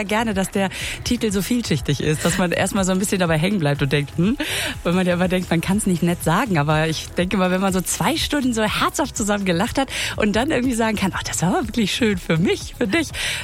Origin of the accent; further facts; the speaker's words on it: Münster, North Rhine-Westphalia, Germany; da spiele ich mein Solo in Münster, in meiner Heimatstadt.